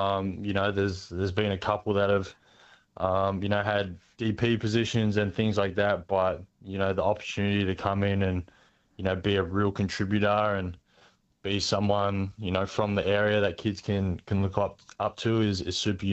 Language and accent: English; Burnie, Tasmania, Australia; my dad played semi-professional, so, you know, my earliest memories are watching him play for the Wynyard Wildcats back here, and, you know, pretty much just grew up around basketball my entire life